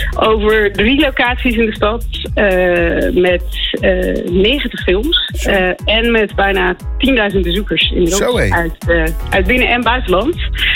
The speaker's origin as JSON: {"language": "Dutch", "town": "Rotterdam", "region": "South Holland", "country": "Netherlands", "said": "En ik ben zelf Rotterdammer"}